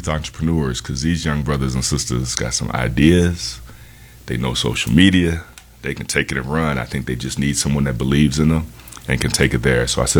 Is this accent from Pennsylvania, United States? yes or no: no; Chicago, Illinois, United States; I grew up in Roseland, man.